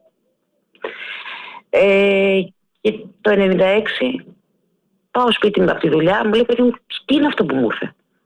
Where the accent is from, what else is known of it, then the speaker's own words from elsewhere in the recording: Greece; χαίρομαι που είμαι Ελληνίδα